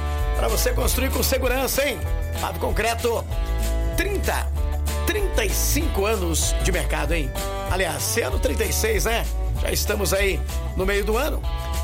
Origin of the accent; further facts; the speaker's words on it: Descalvado, São Paulo, Brazil; Descalvado, minha terra querida, amada, inesquecível. Onde começou tudo em minha vida, em 1983.